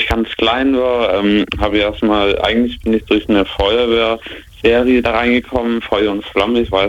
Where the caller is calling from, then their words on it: Baden-Württemberg, Germany; Also ich bin momentan noch 14 und komme aus dem Bodenseekreis.